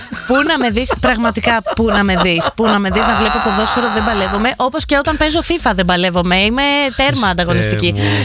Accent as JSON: {"language": "Greek", "region": "Attica", "country": "Greece", "tie": "born or raised there", "said": "Εγώ μεγάλωσα δίπλα στο Καρεσκά και δεν είμαι Ολυμπιακός."}